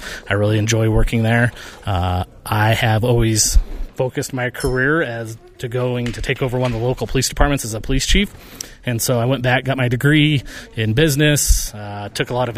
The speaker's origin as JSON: {"language": "English", "town": "Parachute", "region": "Colorado", "country": "United States", "tie": "born or raised there", "said": "So I was born and raised in Parachute, Colorado."}